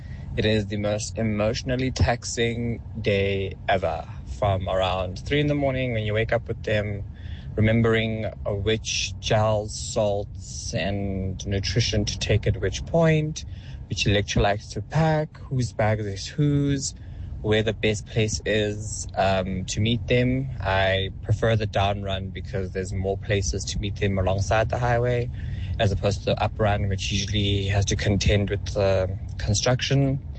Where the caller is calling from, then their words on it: Johannesburg, Gauteng, South Africa; in Joburg.